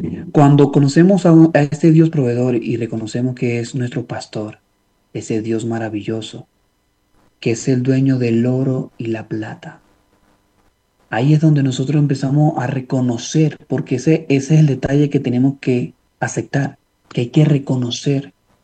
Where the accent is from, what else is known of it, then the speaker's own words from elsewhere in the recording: Venezuela; Yo soy venezolano y viví la parte económica muy difícil.